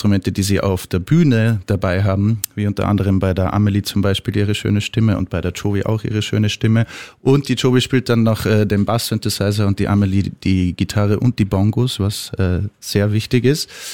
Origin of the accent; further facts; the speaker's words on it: Salzburg, Austria; moved away as an adult; now in Vienna, Austria; wir sind ja eigentlich alle Salzburger und kennen uns schon ewig eigentlich aus der Schule sogar. Und dann sind alle mal ein bisschen ausgewandert und haben sich dann in Wien wiedergefunden.